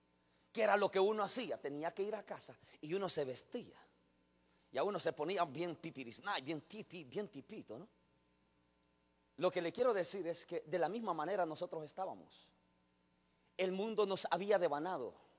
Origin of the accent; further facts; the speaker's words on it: El Salvador; con la cara de salvadoreño, con la cara de pupusa de frijoles y de queso.